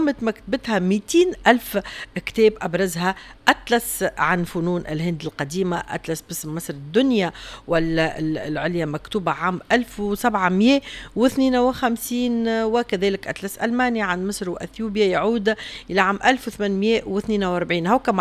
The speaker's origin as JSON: {"language": "Arabic", "country": "Tunisia"}